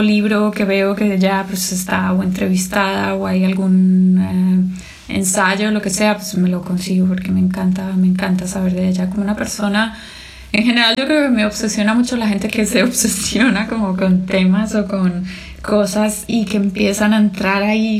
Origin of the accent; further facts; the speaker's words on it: Colombia; moved away as an adult; now in Berlin, Germany; soy colombiana. Llevo los últimos años en Berlín.